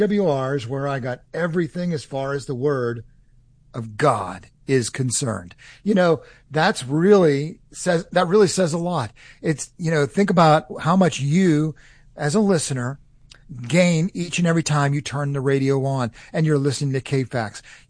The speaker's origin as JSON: {"language": "English", "region": "North Carolina", "country": "United States"}